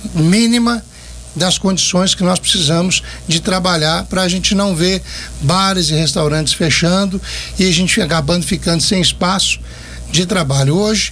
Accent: Anápolis, Goiás, Brazil; sou de Anápolis

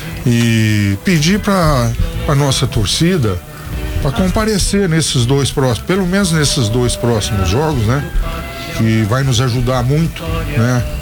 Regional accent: Orlândia, São Paulo, Brazil; moved away as an adult; lá na minha terra, em Orlândia

